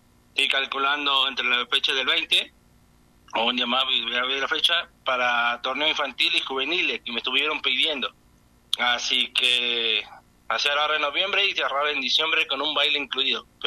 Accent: Santiago del Estero, Argentina; bueno, yo estoy acá en la zona de la meseta, bueno, soy de Santiago del Estero, se me sacó la tonada.

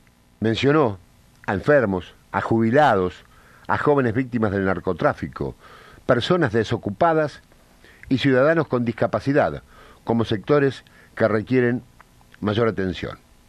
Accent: Argentina

